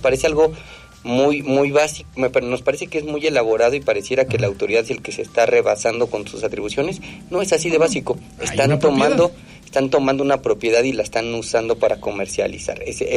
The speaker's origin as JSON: {"language": "Spanish", "country": "Mexico"}